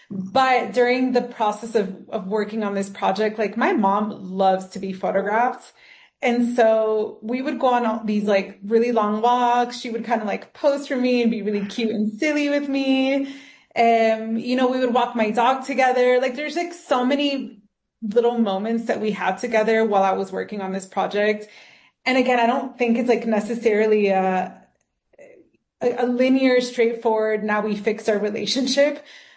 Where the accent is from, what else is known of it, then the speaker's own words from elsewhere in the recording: Miami, Florida, United States; moved away as an adult; now in Mexico; I grew up in Miami.